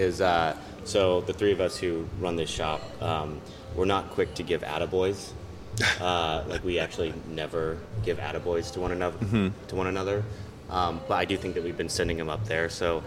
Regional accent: Midwest, United States; moved away; I'm from the Midwest

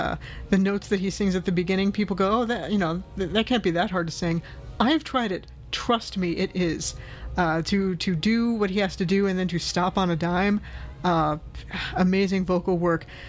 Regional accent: Ireland; I'm from Ireland, all the way down to like people knowing your family, which maybe isn't totally rare.

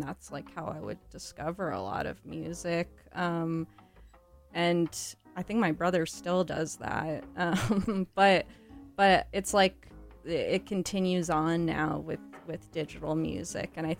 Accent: Newton, Massachusetts, United States; moved away as an adult; now in California, United States; But I'm from Newton.

